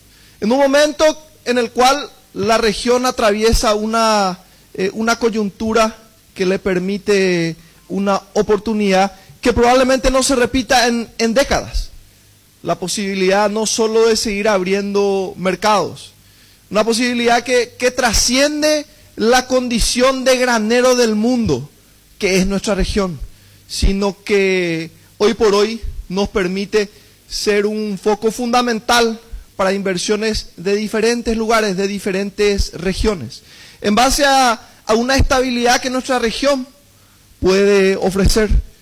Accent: Paraguay

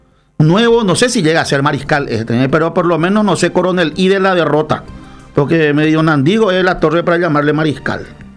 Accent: Asunción, Paraguay; como asuncenos y como paraguayos

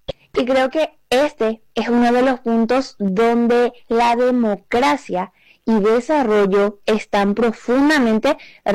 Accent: Paraguay; Soy una joven paraguaya

